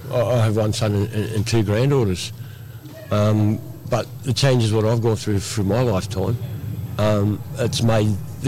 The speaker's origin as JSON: {"language": "English", "region": "New South Wales", "country": "Australia", "tie": "born or raised there", "said": "Yeah, that's home"}